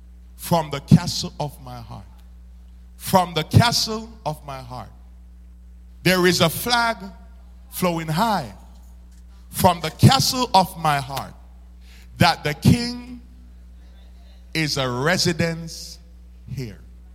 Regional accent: Jamaica; I usually eat my H because I'm Jamaican

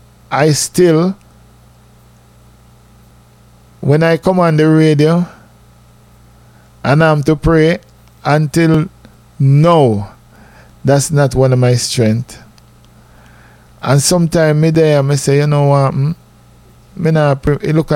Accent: Jamaica; accent: patois; cause we as Jamaican, you know, when we talk with regular patois

